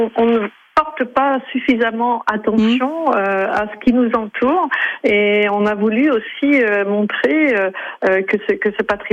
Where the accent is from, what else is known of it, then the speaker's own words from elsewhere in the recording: Royan, Nouvelle-Aquitaine, France; chez nous, à Royan